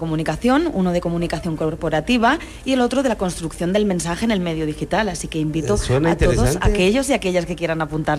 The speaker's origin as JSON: {"language": "Spanish", "country": "Spain", "said": "vengo de España, de la Universidad Rey Juan Carlos"}